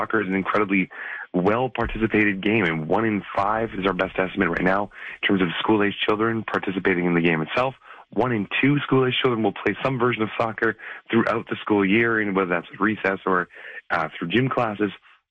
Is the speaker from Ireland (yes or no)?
no; Canada; as a Canadian soccer fan